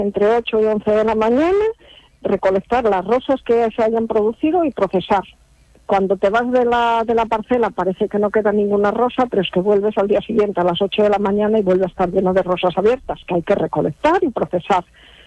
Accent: Cangas del Narcea, Asturias, Spain; moved away; cuando yo era pequeña en la aldea donde nací, en Carballo, en el concejo de Cangas del Narcea.

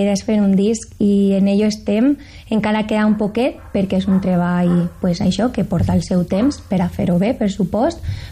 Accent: Paiporta, Valencian Community, Spain; esteu tots i totes convidats a un festival que faran en el meu poble, en Paiporta, sobre la Dana

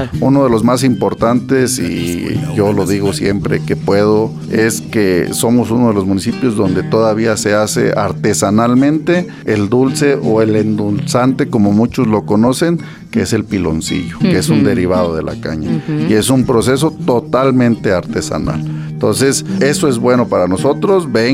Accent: Pihuamo, Jalisco, Mexico; Sí, no, Piguamo, somos de Jalisco, siempre hemos estado en Jalisco.

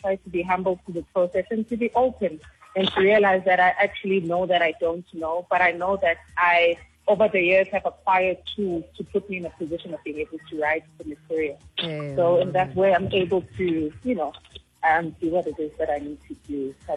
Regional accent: Pietermaritzburg, KwaZulu-Natal, South Africa; moved away; also born or lived in Durban / Vaal, Gauteng; So I was born in Durban, raised in Pietermaritzburg

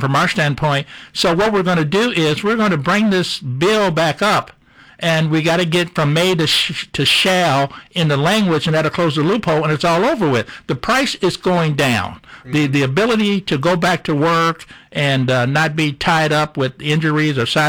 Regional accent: Kansas, United States; now in Norfolk, United States; I'm from Kansas, so that came up a lot in terms of our, the where we came from.

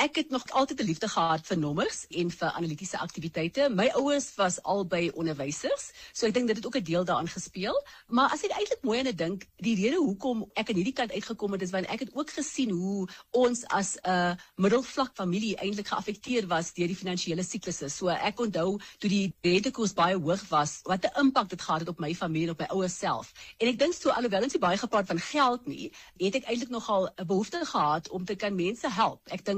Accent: Johannesburg, Gauteng, South Africa; my ma kom van Mosselbaai en my pa van Oudtshoorn. So ek sien dit as my wortels. Maar ek het egter groot geword in Klipspruit Wes, 'n buurt in Eldorado Park in Johannesburg.

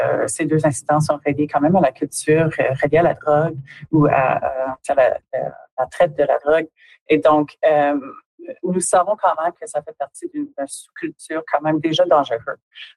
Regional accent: Timmins, Ontario, Canada; vous avez mentionné que je suis originaire de Timmins, puis je dirais que dans mon enfance, on pouvait les nommer, disons.

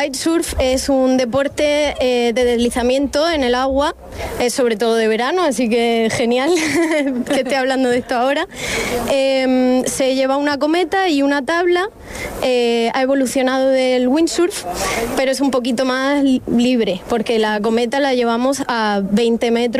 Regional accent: Los Alcázares, Region of Murcia, Spain; Yo soy más de Los Narejos

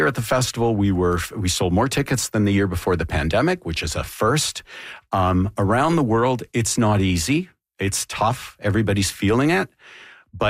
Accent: Canada; And it's better and stronger, and I'm proud of it as a Canadian.

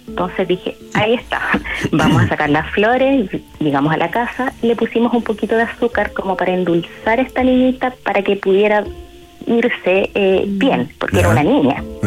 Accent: Curicó, Maule, Chile; Bueno, yo empezando soy de Curicó.

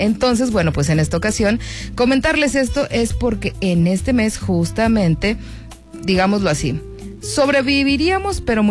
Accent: Mexico; eso sí que nos representa como mexicanos

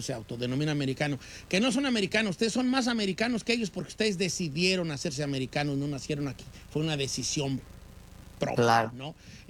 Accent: Mexico; now in United States; Seamos muy mexicanos, somos muy mexicanos.

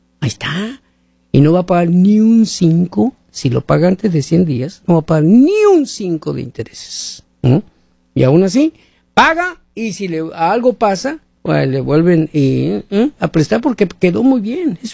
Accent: Sonora, Mexico; yo soy de Sonora, de los Altos de Sonora

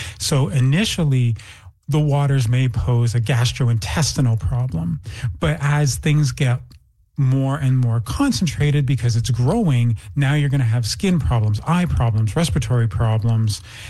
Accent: Brandon, Manitoba, Canada; But honestly, I'm from Brandon as a kid. We always had the Assiniboine flood

